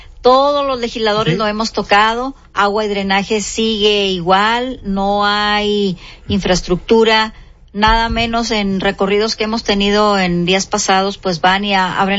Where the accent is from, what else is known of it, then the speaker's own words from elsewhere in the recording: Monterrey, Nuevo León, Mexico; los regiomontanos, los que sí somos de Monterrey